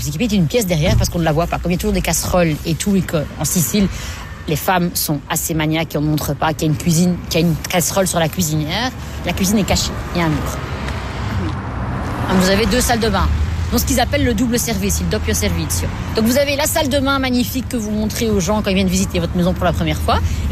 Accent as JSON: {"language": "French", "country": "Belgium", "tie": "born or raised there", "said": "Moi, je suis belge maintenant et j'ai grandi ici, je suis née ici, donc je suis... Oui, il y a cette transmission italienne"}